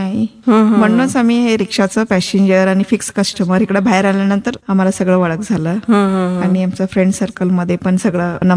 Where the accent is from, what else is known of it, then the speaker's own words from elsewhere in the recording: Karnataka, India; moved away as an adult; now in Halga, India; आम्ही माहेर गांधीनगर.